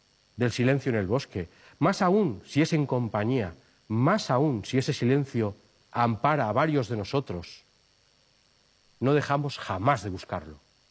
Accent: Navarre, Spain; los bosques de mi tierra allá en Navarra

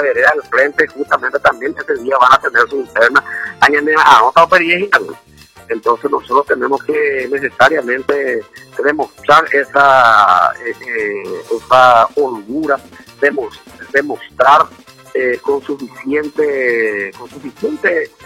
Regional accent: Paraguay; como ciudadanos paraguayos, como ciudadanos colorados

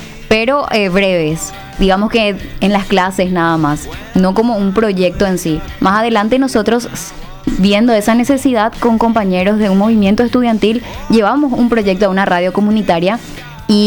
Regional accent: Ñemby, Central, Paraguay; Yo soy aquí de Central, de la ciudad de Ñemby. Tengo 25 años

